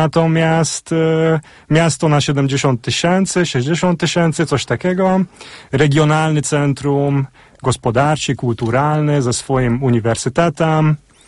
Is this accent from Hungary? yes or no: yes; Kaposvár, Somogy, Hungary; also born or lived in Poland; Więc dorastałem się w rodzinie węgiersko-polskim i to powodowało, że dzieciństwo spędziłem na Węgrzech w Kaposvár, tam żyłem aż do matury.